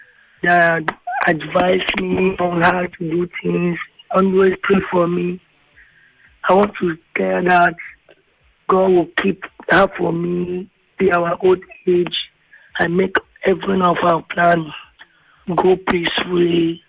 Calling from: Ogun, Nigeria; I'm calling from Ogun State.

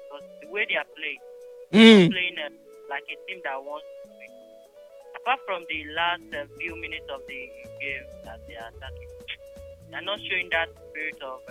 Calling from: Nigeria; calling from Lakwe.

